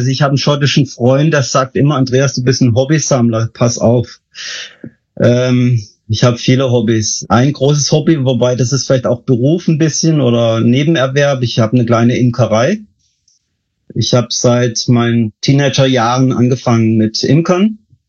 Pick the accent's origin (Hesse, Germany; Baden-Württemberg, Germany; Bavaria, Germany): Baden-Württemberg, Germany; dass ich ursprünglich auf einem Bauernhof aufgewachsen bin in Südbaden in der Nähe vom schönen Kaiserstuhl